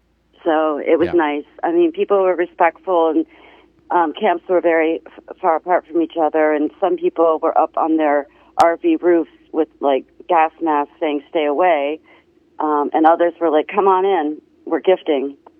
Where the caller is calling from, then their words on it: Greece; We now live in Greece, on a small island close to the Turkish border.